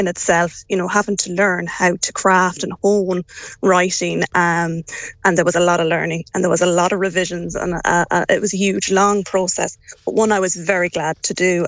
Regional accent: Swinford, Connacht, Ireland; I'm actually from Park Road in town. So I'm a real townie.

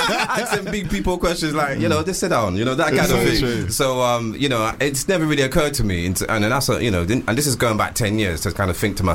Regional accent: Bristol, South West England, United Kingdom; moved away as an adult; now in London, United Kingdom; I came up from Bristol to London to pursue my music career, to get into the music scene, the hip-hop scenes. That's my background.

